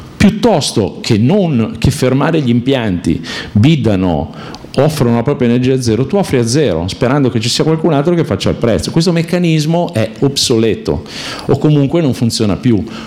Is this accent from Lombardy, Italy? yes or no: yes; Milan, Lombardy, Italy; sono di Milano.